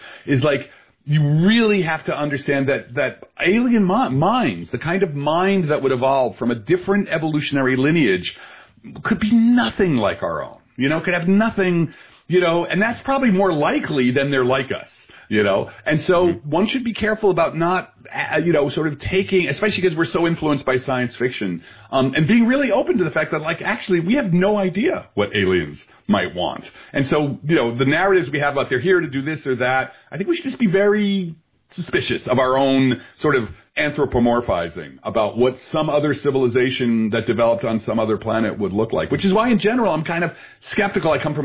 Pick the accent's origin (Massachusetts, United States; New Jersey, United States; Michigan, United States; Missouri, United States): New Jersey, United States; Belleville; First of all, go Jersey. I'm from Jersey. I'm from, like, the Newark area. I'm up from Belleville.